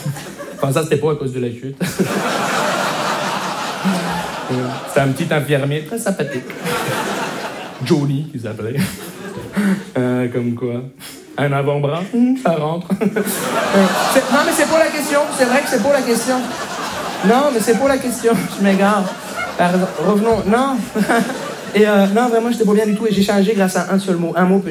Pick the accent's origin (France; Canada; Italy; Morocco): Canada; Montreal, Quebec; Bonjour, je me présente … je viens de Montréal.